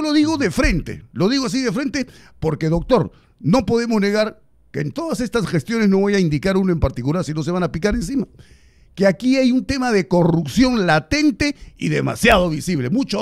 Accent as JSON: {"language": "Spanish", "country": "Peru"}